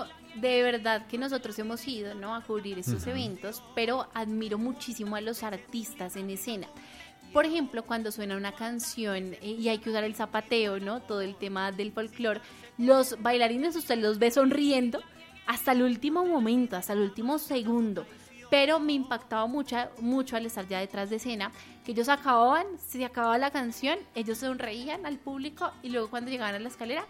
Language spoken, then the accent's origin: Spanish; Colombia; Yo creo en la tricolor colombiana.